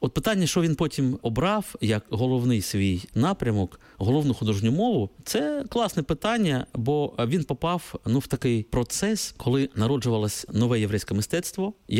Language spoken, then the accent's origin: Ukrainian; Kharkiv, Kharkiv Oblast, Ukraine